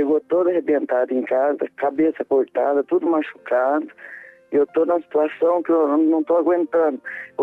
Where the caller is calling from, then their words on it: Curitiba, Paraná, Brazil; Daqui de Curitiba mesmo.